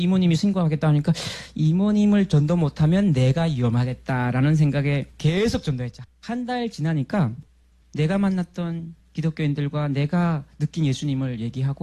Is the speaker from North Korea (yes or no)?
yes; North Korea; 결말을 못 보고 저는 다시 탈북을 했습니다.